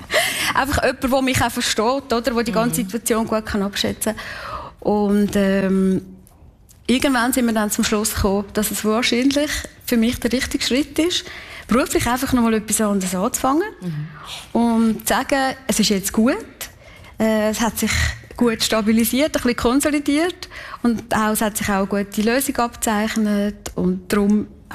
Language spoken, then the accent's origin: German; Kaltbrunn, St. Gallen, Switzerland; weil ich bin in Kaltbrunn aufgewachsen. Ich bin ein Kaltbrunnerin durch und durch.